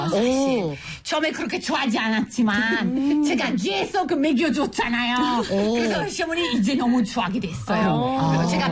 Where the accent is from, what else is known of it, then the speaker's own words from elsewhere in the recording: Italy; first language Italian; Korean is a second language; moved away as an adult; also born or lived in Belgium; now in South Korea; 제 모국어 이탈리아어. 네. 그리고 제일 잘 아는 외국어 아마 영어. 네. 그리고 세 번째로 프랑스어.